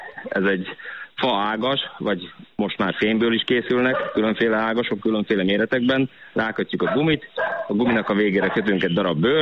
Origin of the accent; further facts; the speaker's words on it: Hungary; Duna mellett nőttem fel